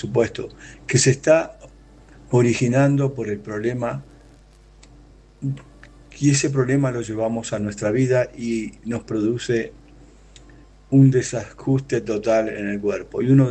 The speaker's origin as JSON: {"language": "Spanish", "country": "Argentina", "said": "soy de Argentina"}